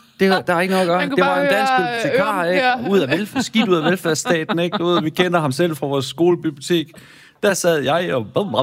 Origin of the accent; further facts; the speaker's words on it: Central Denmark Region, Denmark; Så fordi jeg er vokset op i Midtjylland, og kun har haft engelsk i 3 år, så er mit engelsk jo så skole dansk.